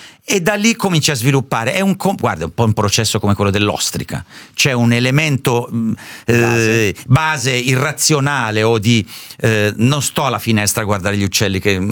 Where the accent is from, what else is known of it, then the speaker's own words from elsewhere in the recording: Southern Italy, Italy; sono un terrone